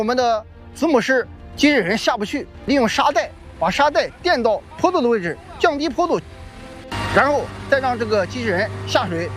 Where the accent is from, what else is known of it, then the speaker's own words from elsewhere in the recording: northern China, China; 我是北方人